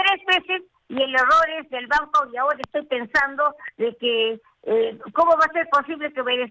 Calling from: Peru; porque yo soy peruana

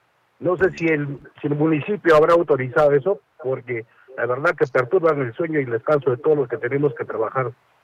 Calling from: Arequipa, Peru; Soy vecino acá de Manuel Prado, de la parte baja.

